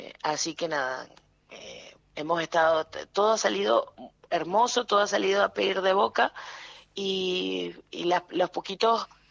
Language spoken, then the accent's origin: Spanish; Venezuela; now in Viedma, Argentina; Hoy somos aproximadamente 8 venezolanos. Sin embargo, no todos estamos acá en Viedma, así que nada, los que estamos aquí en Viedma, que somos aproximadamente 4